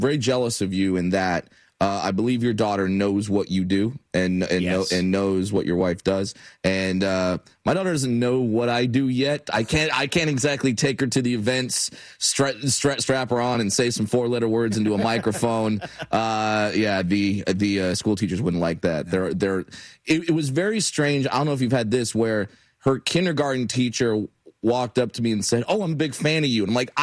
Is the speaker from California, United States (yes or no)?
yes; California, United States; And growing up in Orange County, about a 75% chance of getting that one right.